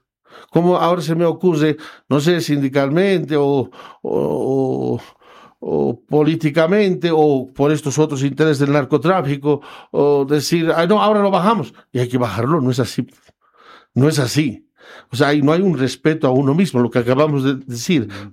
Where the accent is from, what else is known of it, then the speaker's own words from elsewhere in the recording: Bolivia; born there; now in La Paz, Bolivia; en mi pueblo, porque estoy todavía allá afiliado a mi barrio, afiliado a mi sindicato, afiliado a los regantes